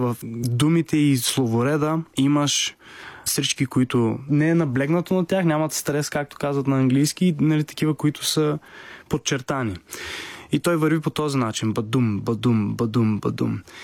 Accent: Targovishte, Targovishte Province, Bulgaria; Аз съм от Търговище, малко градче, растейки, всеки ти казва, нали, актьорка ще не храни

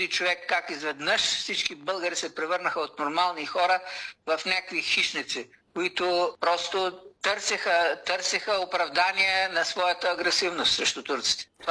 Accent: Northeastern Bulgaria, Bulgaria; Аз съм израснал в Североизточна България, където, както всички знаят, има така голямо турско население и аз съм израснал с турчета заедно.

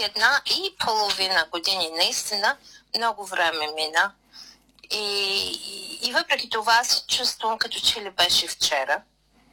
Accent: Plovdiv, Plovdiv Province, Bulgaria; moved away as an adult; now in Australia

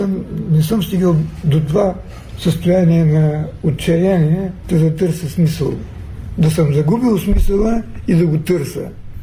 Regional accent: Razgrad, Razgrad Province, Bulgaria; аз съм роден в Разград и имам 7-8 години живеем, това е родния ми град.

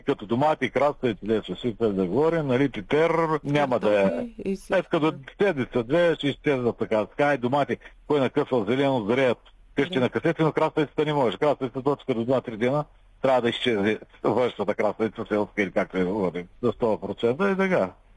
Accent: Northeast Bulgaria, Bulgaria; понеже съм от Северо-Источна България и там имам си хора

